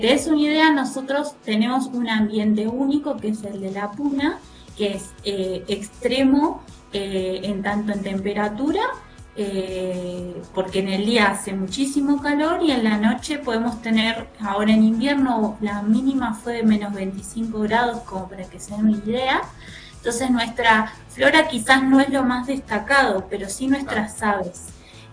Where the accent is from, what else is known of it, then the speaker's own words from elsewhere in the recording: Patagonia, Argentina; He vivido en todos lados y lo que pasa es que a mí me tiran mis raíces. Yo soy bosque andino patagónica, pero no quita de que siento un amor profundo por la exuberancia de Misiones